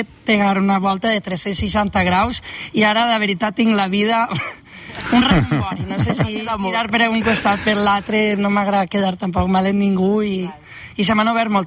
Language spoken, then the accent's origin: Catalan; Oliva, Valencian Community, Spain; moved away; qual a Oliva vinc poc, però quan vinc m'agrada transmetre tot allò que he après i aportar-ho així al meu poble.